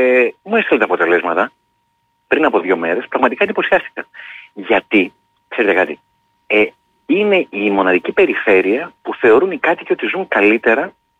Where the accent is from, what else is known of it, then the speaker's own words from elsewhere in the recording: Central Greece, Greece; Η καταγωγή μου είναι από τη Στερεά Ελλάδα, Ρουμελιώτη.